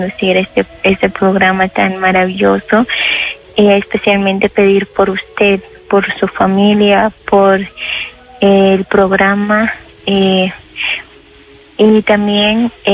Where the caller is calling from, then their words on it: Guatemala; más que todo por mi pueblo de Guatemala